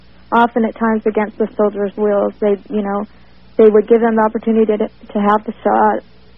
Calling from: Salt Lake City, Utah, United States; I'm calling from Salt Lake City.

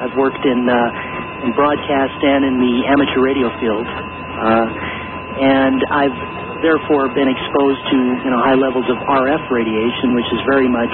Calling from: Burbank, California, United States; I'm calling from Burbank

